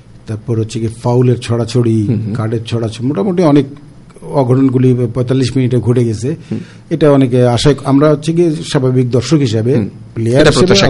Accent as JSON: {"language": "Bangla", "town": "Khulna", "region": "Khulna Division", "country": "Bangladesh"}